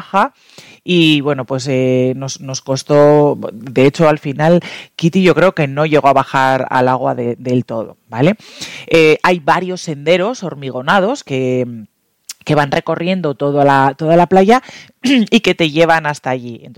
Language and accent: Spanish; La Rioja, Spain; aun siendo riojanos